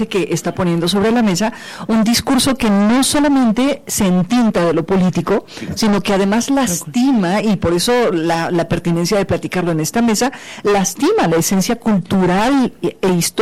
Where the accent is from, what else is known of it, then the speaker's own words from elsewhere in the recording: Mexico; ¿O será que como mexicanos neta sí los odiábamos?